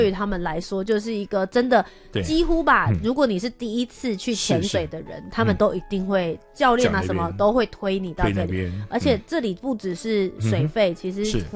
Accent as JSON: {"language": "Chinese", "region": "Kaohsiung", "country": "Taiwan", "tie": "born or raised there", "moved": "yes", "said": "我以前我是高雄人就是南部小时候"}